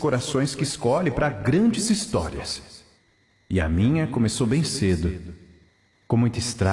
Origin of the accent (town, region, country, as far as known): Paraíba, Brazil; born there